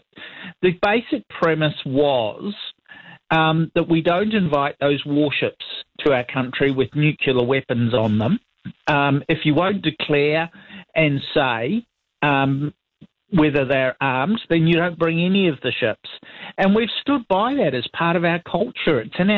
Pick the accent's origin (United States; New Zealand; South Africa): New Zealand; from my point of view as a New Zealander, as a fifth or sixth generation New Zealander, this is what I've grown up with.